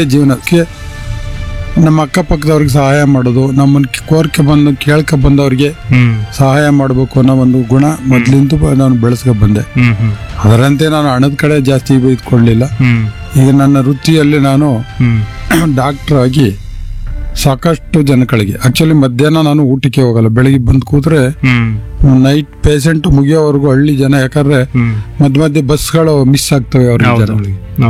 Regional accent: Karnataka, India; also born or lived in Saragur; 6ನೇ ತರಗತಿವರೆಗೂ ನಮ್ಮ ಊರಿನಲ್ಲಿ ನಾವು ಪ್ರೈಮರಿ ಮತ್ತು ಮಿಡ್ಲ್ ಸ್ಕೂಲ್ ಇತ್ತು. 7ನೇ ತರಗತಿಗೆ ಸರಗೂರಿಗೆ ಬಂದು ಸೇರಿದ್ದೆ. 7, 8, 9 ಸರಗೂರಿನಲ್ಲಿ ಓದ್ದಾಯ್ತು.

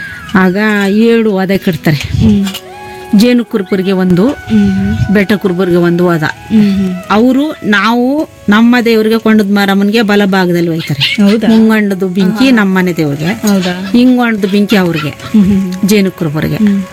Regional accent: Karnataka, India; ಊರ ಹೆಸರು ಜಾಗನಕೋಟೆ ಹಾಡಿ.

